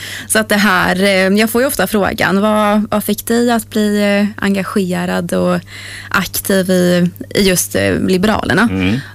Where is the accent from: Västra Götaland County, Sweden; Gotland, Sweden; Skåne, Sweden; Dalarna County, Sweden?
Västra Götaland County, Sweden; Trollhättan; moved away as an adult; now in Vänersborg, Sweden; Jag är ju uppvuxen och född i Trollhättan, så det är ju en nära stad till Handa. Men nu bor jag i Vänersborg